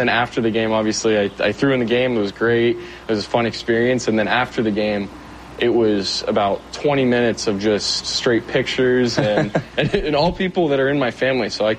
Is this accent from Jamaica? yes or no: no; Tampa, Florida, United States; I'm from Tampa, so spring training being in Tampa is really nice. And I get to be close to my family while I'm going through spring and everything, but it's been great.